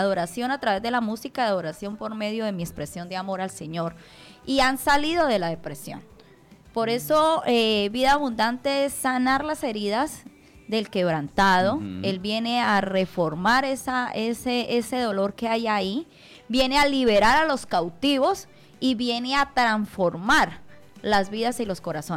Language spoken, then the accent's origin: Spanish; Sardinata, Norte de Santander, Colombia; born there; Mis raíces son de Sardinata, norte de Santander.